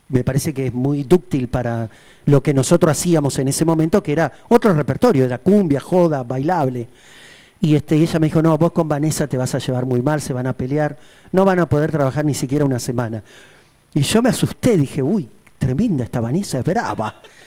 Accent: Rosario, Santa Fe, Argentina; vengo de Rosario y amo mi ciudad.

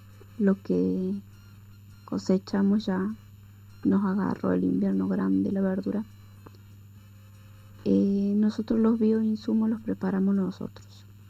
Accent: Pilar, Córdoba, Argentina; Nosotros somos de Pilar, departamento Río Segundo.

